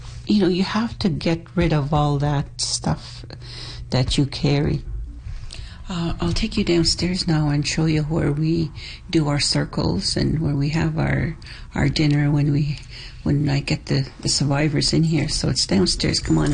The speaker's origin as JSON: {"language": "English", "town": "One Arrow", "region": "Saskatchewan", "country": "Canada", "tie": "born there", "also_born_or_lived": "Duck Lake", "said": "I'm from the Wolf Clan, from the Cree Nation. I was born in One Arrow, Batosh, Saskatchewan, and I went to the residential school in Duck Lake for 8 years."}